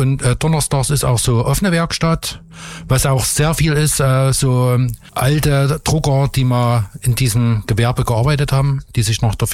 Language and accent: German; Leipzig, Saxony, Germany; Ich komme aus Leipzig.